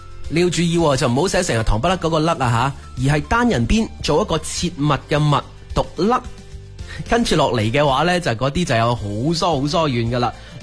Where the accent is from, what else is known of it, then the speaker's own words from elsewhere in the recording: Guangdong, China; 我哋广东人呢就会叫佢做塞